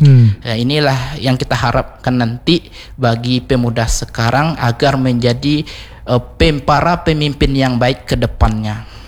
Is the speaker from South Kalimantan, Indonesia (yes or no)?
no; West Sumatra, Indonesia; Berarti kita ini orang Minang.